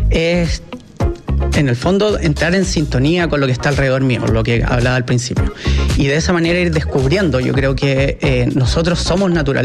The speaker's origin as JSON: {"language": "Spanish", "town": "Santiago", "region": "Santiago Metropolitan Region", "country": "Chile", "tie": "born or raised there", "said": "Yo vengo como de acá de Santiago originalmente"}